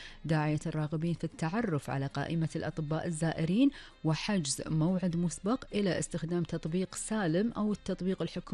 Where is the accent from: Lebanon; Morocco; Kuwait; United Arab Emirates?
Kuwait; إلى فقرة أخبار الديرة وآخر أخبار ديرتنا الحبيبة الكويت